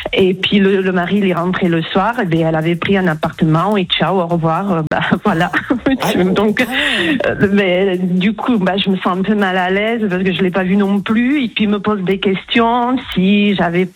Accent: Toulouse, Occitanie, France; Alors je suis de Toulouse, au soleil.

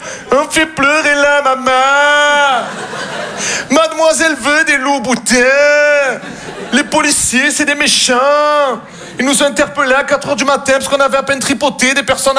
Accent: Marseille, Provence-Alpes-Côte d'Azur, France

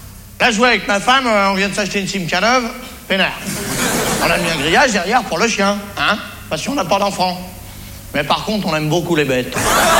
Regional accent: France; Je suis content d'être français, moi, hein. D'abord parce que je suis français, et puis d'autre part, même bien content.

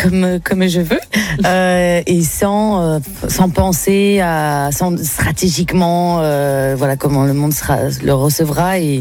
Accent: Rennes, Brittany, France; born there; je suis née en Bretagne.

